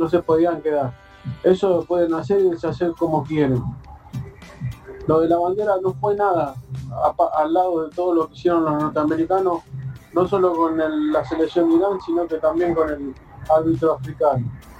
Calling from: Ciudadela, Buenos Aires Province, Argentina; de Ciudadela.

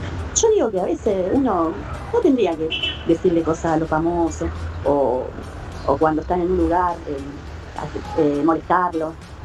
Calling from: Rosario, Santa Fe, Argentina; de Rosario

